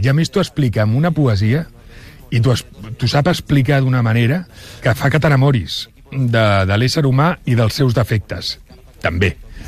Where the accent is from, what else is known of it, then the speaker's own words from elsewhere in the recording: Catalonia, Spain; moved away as an adult; és perquè sóc català.